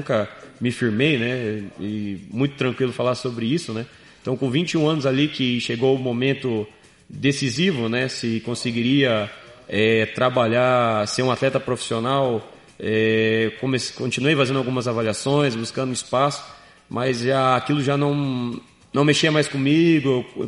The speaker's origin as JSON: {"language": "Portuguese", "town": "Bauru", "region": "São Paulo", "country": "Brazil", "tie": "born or raised there", "said": "Nascido e criado em Bauru, interior de São Paulo."}